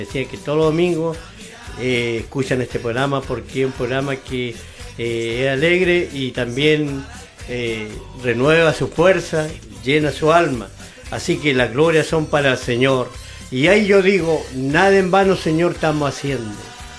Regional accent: Santiago, Santiago Metropolitan Region, Chile; yo soy del sector de la Pedro y de Cerda.

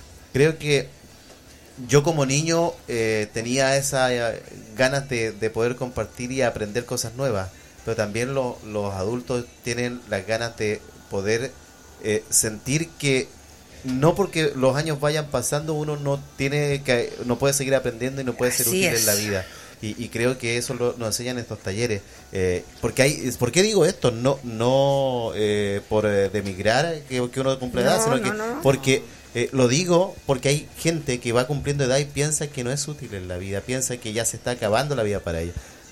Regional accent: Melipilla, Santiago Metropolitan Region, Chile; en la comuna de Melipilla, donde yo nací

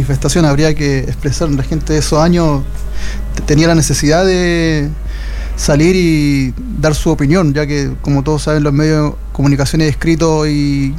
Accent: San Felipe, Valparaíso, Chile; now in Viña del Mar, Chile; Soy oriundo de San Felipe, pero estoy viviendo en Viña.

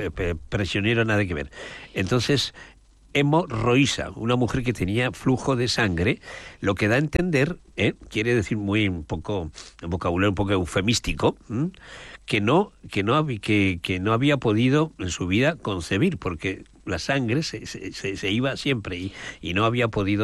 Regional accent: Aragon, Spain; Yo soy de Aragón.

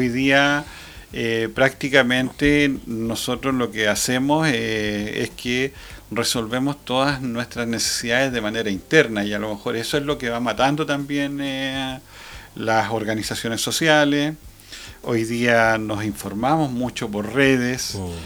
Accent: Santa Cruz, O'Higgins, Chile; born there; yo de niño tengo amigos ahí en Paniahue, y cuando iba a jugar ellos siempre decían, no, yo voy a Santa Cruz. Y claro, pues a uno que es de acá le parece raro, siendo que la comuna es la misma.

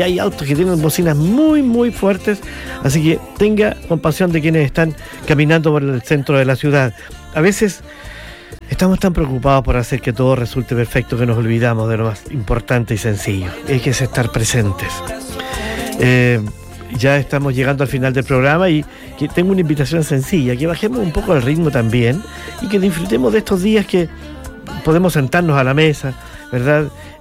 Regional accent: Chillán, Ñuble, Chile; Tenemos programación todo el fin de semana para seguir disfrutando como chilenos, como chillanejos y seguir al frente.

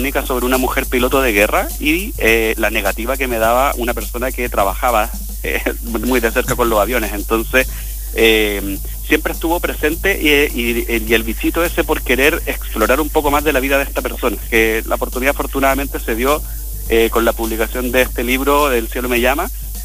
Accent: Antofagasta, Chile; born there; also born or lived in Santiago; yo en realidad yo no me siento tan santiaguino, yo soy criado y malcriado en Antofagasta y soy antofagastino por adopción. Entonces, cuando me fui de la ciudad de Antofagasta y me radiqué acá en Santiago

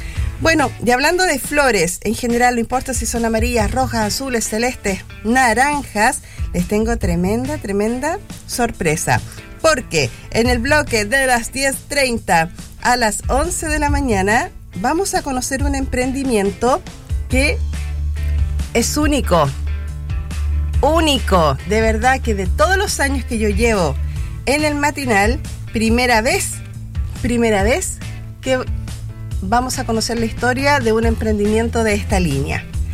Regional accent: Chile; ¿Somos chilenos o no somos chilenos?

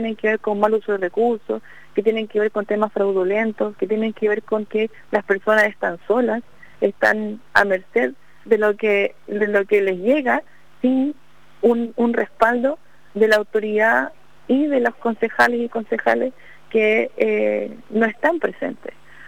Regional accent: Chile; porque lo que nosotros queremos como chilenas y chilenos, lo que todos queremos es que nuestro país esté mejor

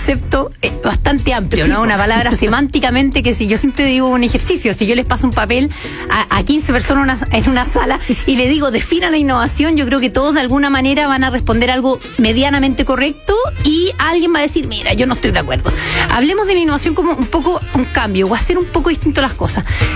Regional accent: Chile; lo que somos como chilenos y lo que es Chile

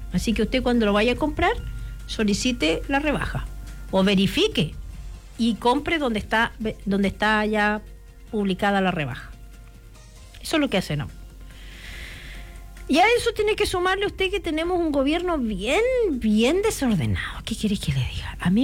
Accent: Chile

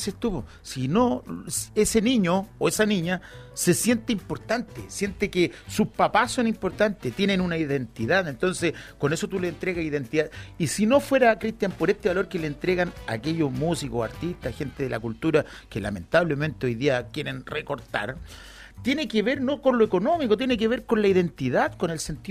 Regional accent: Los Andes, Valparaíso, Chile; born there; also born or lived in Calle Larga; Yo nací en los Andes, pero la vida también me llevó a Calle Larga

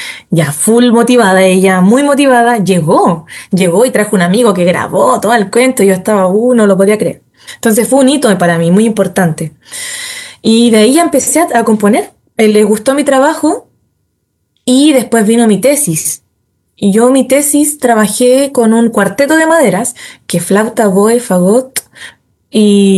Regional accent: Osorno, Los Lagos, Chile; es de mi pueblo, de Osorno.

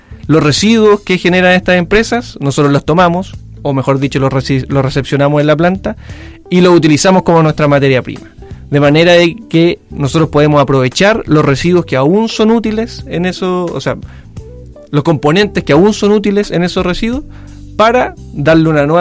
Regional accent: Puente Alto, Santiago Metropolitan Region, Chile; moved away as an adult; now in Los Lagos Region, Chile; Soy santiaguino, viviendo aquí en el sur. Soy ingeniero agrónomo de profesión y vengo de la comuna de Puente Alto. Yo estoy viviendo aproximadamente hace 2 años y medio, ¿no? Casi 3 años acá en la décima región.

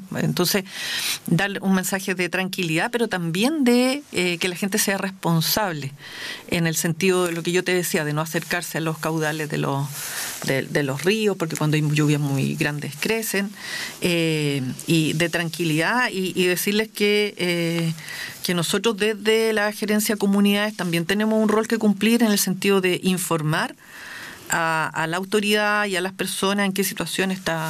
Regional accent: Linares, Maule, Chile; la gente que somos de acá, de esta zona, yo por lo menos soy de Linares

